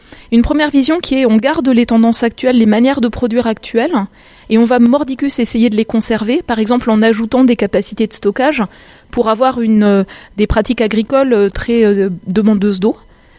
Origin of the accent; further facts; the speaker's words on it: Grand Est, France; Mon expérience personnelle, j'ai grandi en Lorraine. Je passais mes vacances d'été en Bretagne, des vacances d'été qui avaient été marquées par des marées noires.